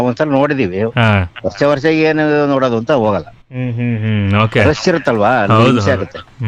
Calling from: Hunsur/Hassan district, Karnataka, India; ಹತ್ತಿ ಚೌಡದಳ್ಳಿ, ಹುಣಸಪುರ ತಾಲೂಕು, ಹಾಸನ ಜಿಲ್ಲೆ.

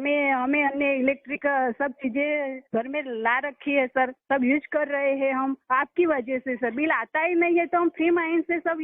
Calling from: Modhera, Gujarat, India; Hindi is a second language

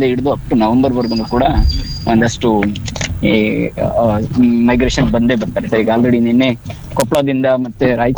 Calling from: Mysuru, Karnataka, India

